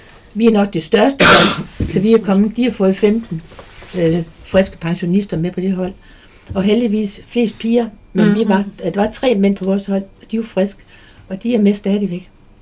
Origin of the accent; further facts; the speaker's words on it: Jutland, Denmark; moved away as an adult; now in Rødovre, Denmark; faktisk så er jeg jyde. Vi flyttede til for 10 år siden til Rødovre